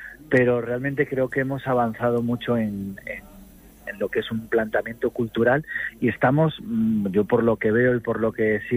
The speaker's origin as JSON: {"language": "Spanish", "region": "Asturias", "country": "Spain", "said": "yo me siento muy orgulloso de ser partícipe como comisario, pero también como artista asturiano"}